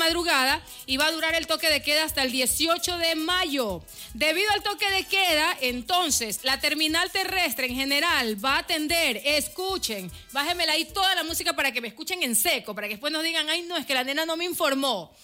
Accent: Ecuador; Como ecuatoriana que soy

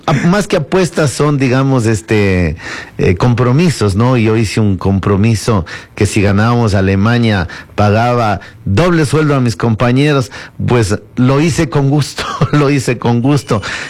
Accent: Quito, Pichincha, Ecuador; la gente sabe que soy de Quito, la gente sabe que he votado aquí

